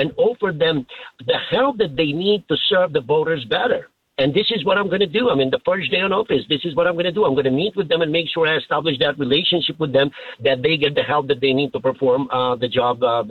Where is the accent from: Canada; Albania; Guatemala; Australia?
Albania; English is a second language; now in United States; I was born and raised in a communist Albania. I came to the United States as a refugee with my family. I didn't speak a word of English at that time.